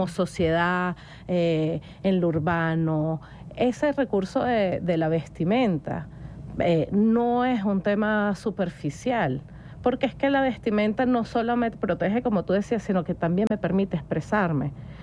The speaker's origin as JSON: {"language": "Spanish", "country": "Venezuela"}